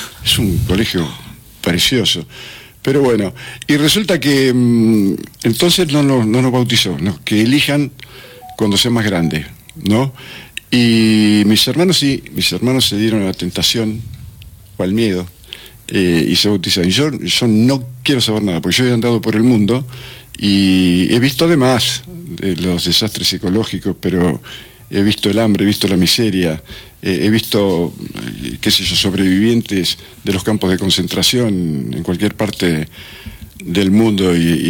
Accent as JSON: {"language": "Spanish", "country": "Argentina", "said": "yo soy hijo de una familia católica, ¿cómo se dice? Católica, apostólica y romana. No sé por qué, porque somos argentinos"}